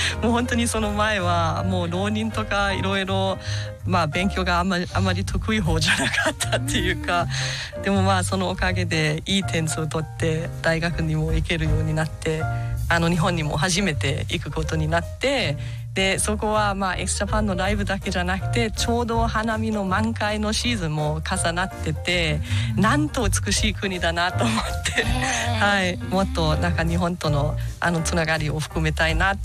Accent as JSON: {"language": "Japanese", "country": "Germany", "second_language": "Japanese", "moved": "yes"}